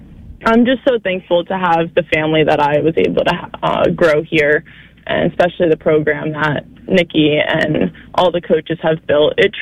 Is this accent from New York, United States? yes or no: yes; New York, United States; And, I mean, growing up on Long Island